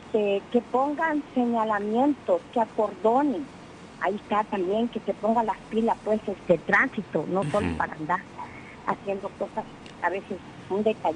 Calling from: Mexico; Yo como ciudadana de aquí del barrio San Sebastián

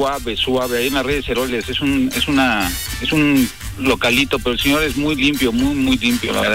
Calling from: Tlalnepantla, State of Mexico, Mexico; de Tlanepantla.

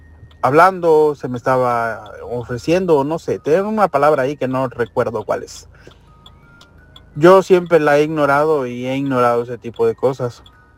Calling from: Berriozábal, Chiapas, Mexico; yo vivo en Berriozábal ahorita.

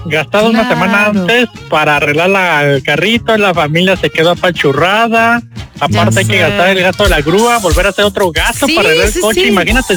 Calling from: Guadalajara, Jalisco, Mexico; de Guanatos.

